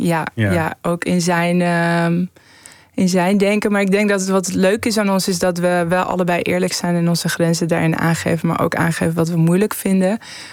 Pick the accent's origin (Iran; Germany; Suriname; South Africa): Iran; Tehran, Tehran Province; born or raised there; now in Netherlands